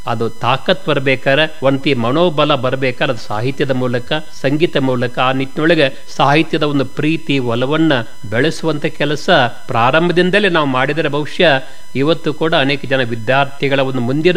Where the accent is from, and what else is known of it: Belagavi district, Karnataka, India